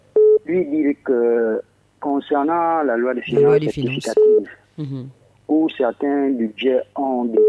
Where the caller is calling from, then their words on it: Moyen-Ogooué, Gabon; chez moi, dans le Moyen-Ogoué